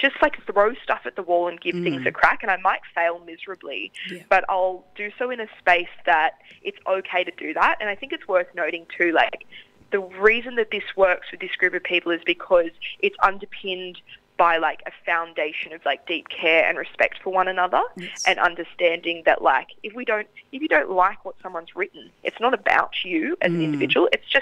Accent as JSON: {"language": "English", "region": "New South Wales", "country": "Australia", "tie": "born or raised there", "said": "I grew up in the Snowy Mountains on Darrigo Country, which is like sheep and cattle farming area."}